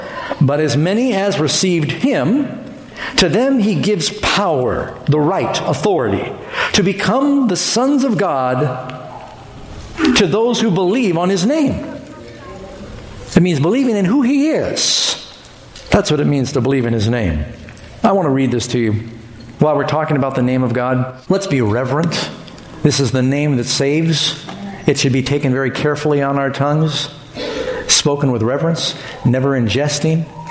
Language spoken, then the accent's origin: English; New York City, New York, United States; moved away; I grew up in New York City taking a bus and a subway.